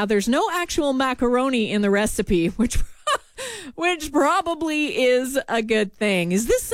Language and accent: English; Canada; Maybe just one time, just because I'm Canadian.